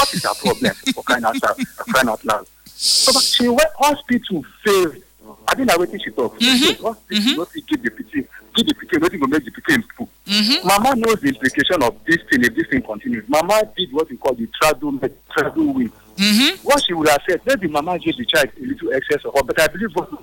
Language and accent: English; Lagos, Nigeria; my siblings and I, we are born in Lagos. We grew up in Lagos.